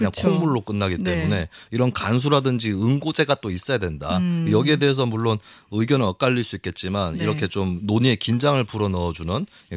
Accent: Gyeongsang, South Korea; 그러니까 제가 경상도 출신인데요.

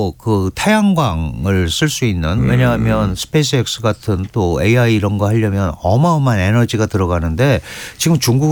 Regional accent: South Korea; 저는 한국 사람이니까

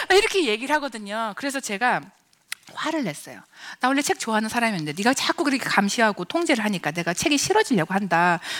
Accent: Gongju, South Chungcheong, South Korea; born there; 저는 충남 공주에 있는 어떤 연탄집 새빵에서 태어났습니다.

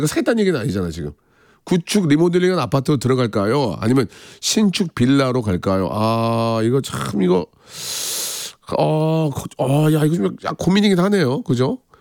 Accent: Gunsan, North Jeolla, South Korea; 군산은, 아, 제 고향입니다만은

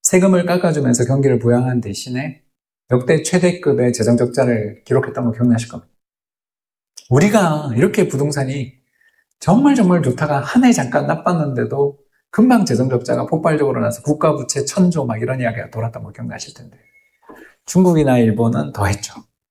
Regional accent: Daegu, South Korea; 제가 대구 사람입니다. 대구하고도 대구 남구 대명동에 사는데요.

